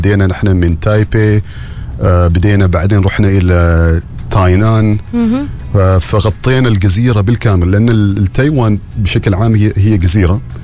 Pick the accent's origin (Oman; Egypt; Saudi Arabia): Oman; نحن سلطنة عمان it's next to سعودي أرابيا، خبرهم قريبة من الإمارات واليمن.